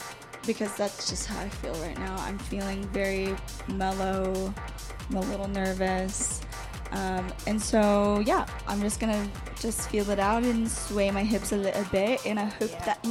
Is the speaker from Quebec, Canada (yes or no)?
no; Windsor, Ontario, Canada; I grew up in Windsor